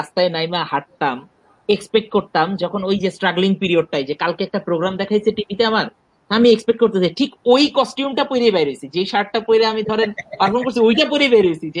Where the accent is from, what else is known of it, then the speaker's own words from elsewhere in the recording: Dhaka, Dhaka Division, Bangladesh; আমি আসলে ঢাকাতেই বড় হয়েছি, এবং আমার আমার জীবন যাপন, আমার চিন্তা ভাবনা, আমার কথাবার্তা, আমার জোক, আমার লেখালেখি সব জায়গায় আসলে ঢাকাটাই বেশি। আমি ঢাকার এই যানজট, যান্ত্রিকতা, এগুলোর মধ্যেই বড় হয়েছি